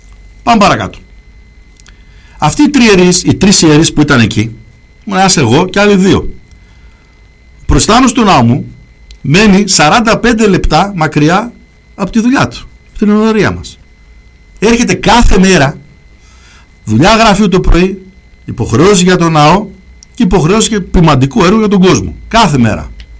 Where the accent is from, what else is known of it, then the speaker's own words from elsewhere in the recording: Thessaloniki, Central Macedonia, Greece; εκεί που μεγάλωσα Σαλονίκη, τα πρόλαβα εγώ.